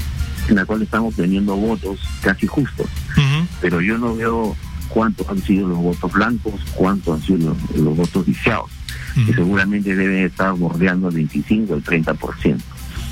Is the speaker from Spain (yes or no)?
no; Peru; somos peruanos, somos hermanos, a seguir adelante nomás.